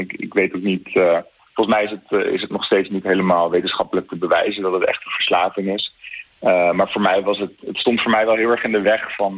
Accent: Netherlands; als Nederlanders zijnde

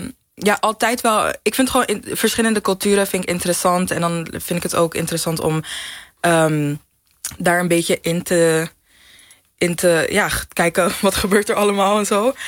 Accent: Netherlands; Waarom ik denk dat wij als Nederlanders eigenlijk ook moeten integreren naar een nieuwe wereld of een nieuwe.

